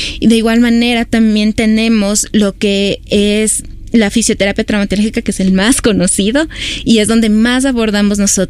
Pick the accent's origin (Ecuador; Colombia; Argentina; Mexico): Ecuador; nosotros como cultura latina, como cultura ecuatoriana